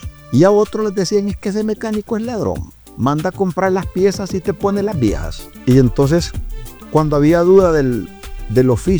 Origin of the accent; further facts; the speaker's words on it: Choluteca, Honduras; now in Tegucigalpa, Honduras; Allá en mi pueblo donde yo me crié, en Choluteca